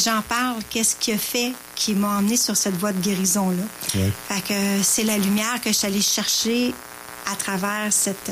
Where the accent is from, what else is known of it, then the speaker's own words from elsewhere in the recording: Quebec, Canada; j'ai décidé de venir faire le lancement dans ma ville natale, dans ma ville, dans chez moi, où ma famille, mon mari, mes enfants, tout le monde habite ici. Et mon cœur est ici.